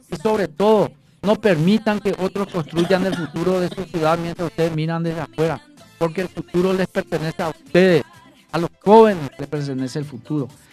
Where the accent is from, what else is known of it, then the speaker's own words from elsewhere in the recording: Paraguay; nosotros como ciudadanos paraguayos